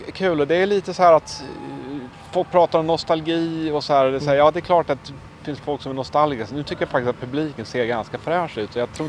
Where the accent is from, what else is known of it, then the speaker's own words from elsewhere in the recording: Dalarna County, Sweden; jag är uppvuxen i Dalarna, men mina släktingar är ju, mina gener är ju utmejslade i Västergötland och Östergötland.